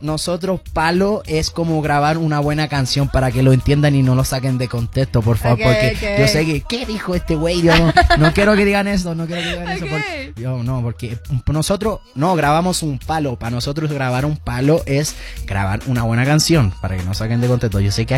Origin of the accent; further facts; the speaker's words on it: Chile; vengo de Chile, presentando mi bandera chilena